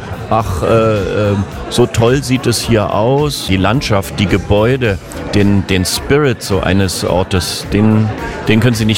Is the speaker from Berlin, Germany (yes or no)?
yes; Berlin, Germany; moved away as an adult; also born or lived in Münster; now in Potsdam, Germany; Aufgewachsen bin ich im Grunde 10, 15 Kilometer davon entfernt, im Südwesten Berlins.